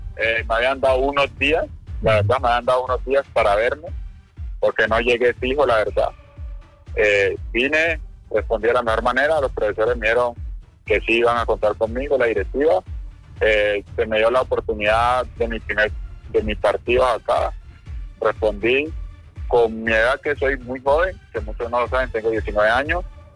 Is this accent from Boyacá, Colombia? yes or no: no; Tumaco, Nariño, Colombia; moved away; soy de Tumaco, Nariño, de una área de Nariño, pues. Soy de un pueblo que se llama Candelilla Río Mira, ahí crezco. Ahí me desarrollo, a los 5 años empiezo a jugar al fútbol.